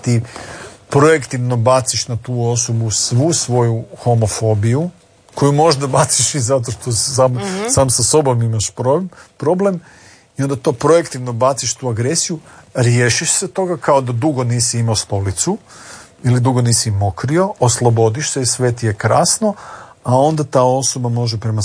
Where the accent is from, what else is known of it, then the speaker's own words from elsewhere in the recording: Croatia; ja sam tu, ajmo reći, neki kvazi nacionalist, pa kažem, mi smo Hrvati u pubertetu